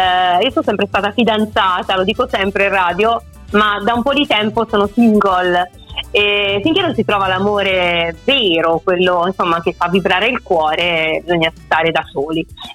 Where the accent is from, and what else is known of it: Carrara, Tuscany, Italy